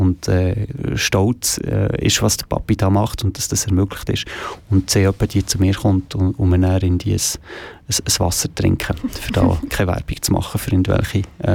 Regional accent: Schlieren, Zurich, Switzerland; ich bin in Schlieren aufgewachsen

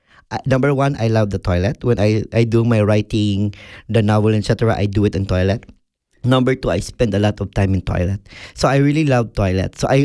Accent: Philippines; English is a second language; now in Switzerland; since we are Filipino, we love karaoke, so I can't clean without music, you know.

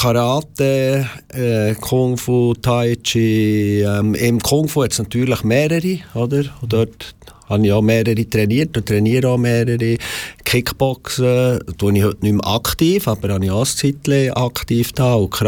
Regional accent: Interlaken, Bern, Switzerland; now in Bern, Switzerland; Ich bin in Interlaken aufgewachsen

